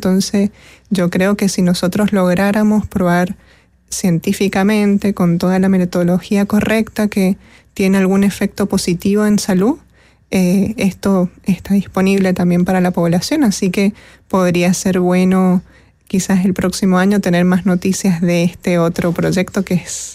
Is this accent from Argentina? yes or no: yes; Mendoza, Argentina; Mira, yo justamente soy de Mendoza, entonces Mendoza no, nada de esto, así que fue nuevo.